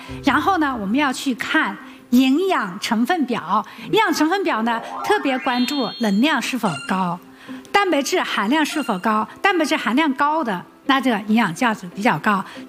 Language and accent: Chinese; China